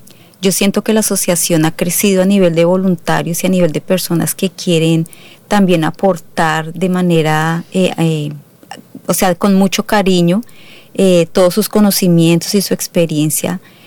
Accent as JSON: {"language": "Spanish", "country": "Colombia", "moved": "yes", "lives_now": "Australia", "said": "algunas inquietudes que como colombianos tenemos aquí, y cómo la embajada nos está ayudando y nos está pues apoyando en el hecho de vivir fuera del país."}